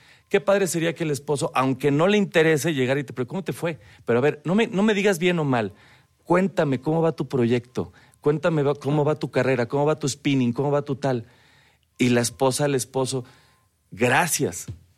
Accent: Mexico; Mexicanos somos, hispanoamericanos

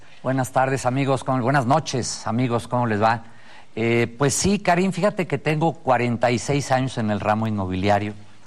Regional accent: Mexico City, Mexico; moved away as an adult; now in Guadalajara, Mexico; Yo no nací aquí en México, pero pues prácticamente aquí fui criado, aquí estudié, aquí me casé, de aquí son mis hijos, y tengo casi 30 años viviendo en Guadalajara

